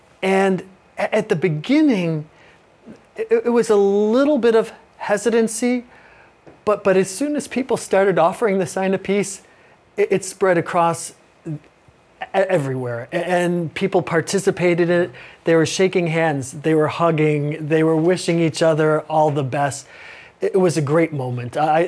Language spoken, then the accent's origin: English; Chicago, Illinois, United States; I'm from Chicago, so I had family and friends who attended that particular baseball game